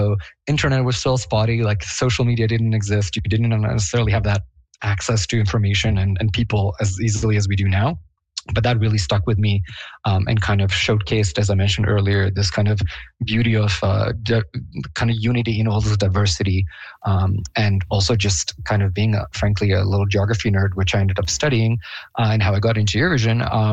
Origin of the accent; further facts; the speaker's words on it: Bosnia & Herzegovina; moved away; So I was born and raised in Bosnia-Herzegovina.